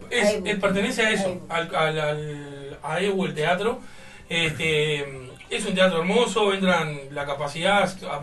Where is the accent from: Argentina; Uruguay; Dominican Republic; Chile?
Uruguay; Como uruguayo, a las 20 horas.